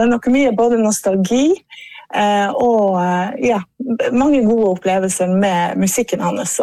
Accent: Karasjok, Finnmark, Norway; now in Tromsø, Norway; Jeg er jo fra Finnmark, og det er også nummer to. Jeg bor i Tromsø, men jeg er fra Finnmark

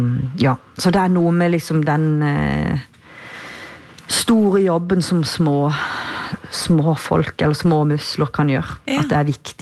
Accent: Kristiansand, Agder, Norway; min hjemby där jag är född Kristiansand.

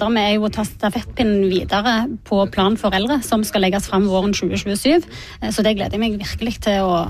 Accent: Rogaland, Norway; now in Sandnes, Norway; til tross for at jeg kommer fra Rogaland.

